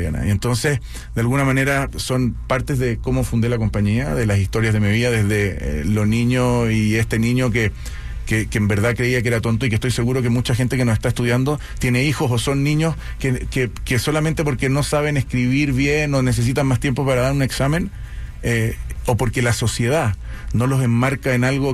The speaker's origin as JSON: {"language": "Spanish", "country": "Chile", "tie": "born or raised there", "also_born_or_lived": "Israel", "said": "somos inmigrantes, mi madre viene de Marruecos, mi padre de Alemania, yo nací en Israel, o sea, olvídate, habíamos llegado a Chile"}